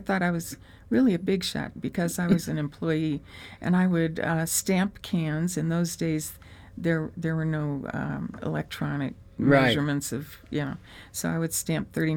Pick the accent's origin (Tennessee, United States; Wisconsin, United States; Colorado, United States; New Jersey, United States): Colorado, United States; Denver; growing up in Denver